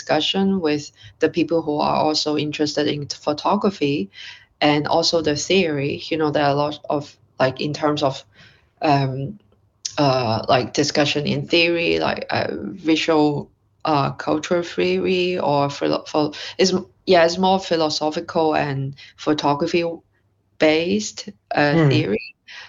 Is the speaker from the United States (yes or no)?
no; Hong Kong; English is a second language; now in London, United Kingdom; I'm from Hong Kong. I am currently in London, but I for 1 year. But I usually based in Hong Kong